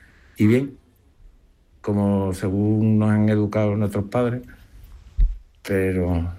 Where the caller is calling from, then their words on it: Algeciras, Andalusia, Spain; de Algeciras.